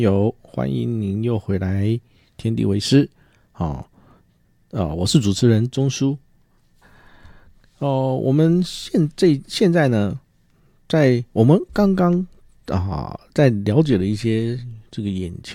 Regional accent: Taiwan; 我们台湾人

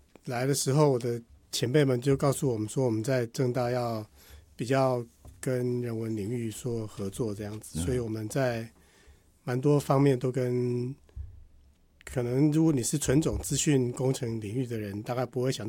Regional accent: Taiwan; 汉字我们大家在台湾长大都

